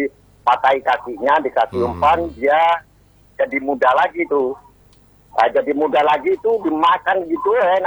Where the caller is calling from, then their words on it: Pangkalan Brandan, North Sumatra, Indonesia; daerahku kan kotanya itu pinggir laut juga Bang Adi, Pangkalan Berandan